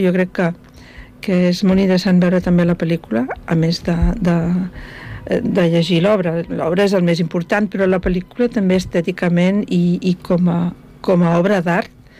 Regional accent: Catalonia, Spain; now in Valencia, Spain; no, no, soc catalana

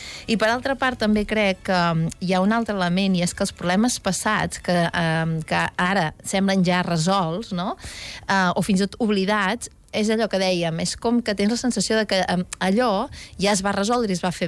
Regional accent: Girona, Catalonia, Spain; jo, a veure, a més, soc de Girona

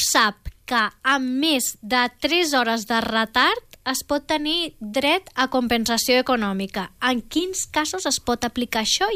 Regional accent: Mallorca, Balearic Islands, Spain; Jo, que soc de Mallorca

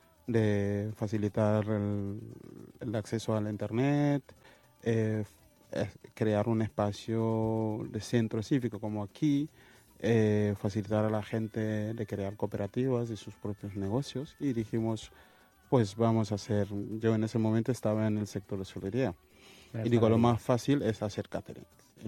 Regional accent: Casamance, Senegal; Catalan is a second language; now in Catalonia, Spain; Jo soc del Casamàs

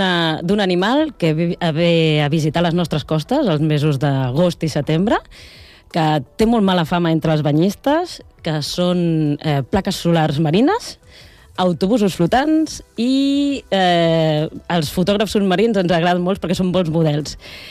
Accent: Barcelona, Catalonia, Spain; born there; now in Calafell, Spain; Jo vaig néixer a Barcelona, però fa més de 20 anys que estic aquí visquent assegut a Calafell.

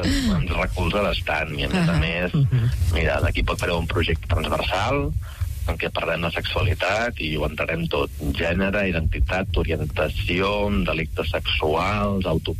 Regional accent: Barcelona, Catalonia, Spain; No, jo soc de Barcelona, treballo a Sabadell

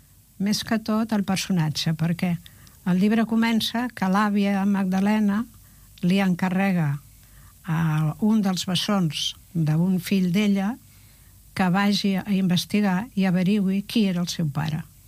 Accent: Soses, Catalonia, Spain; al poble, jo soc de Soses, érem una pandilla de criatures... molt agosarats, mig salvatges.

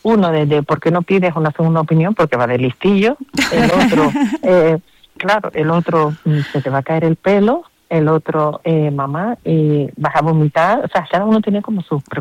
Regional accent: Canary Islands, Spain; Y yo, como buena canaria, que a veces no gusta llenar el chacán, pues intento meter alguna cosilla más

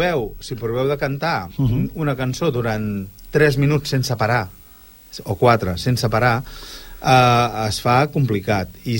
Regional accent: Olesa de Montserrat, Catalonia, Spain; born there

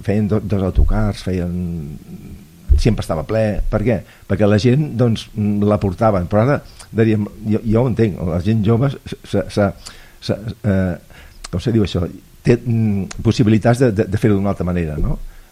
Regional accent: Barcelona, Catalonia, Spain; Jo potser perquè sóc de Barcelona i em moro de calor, no?

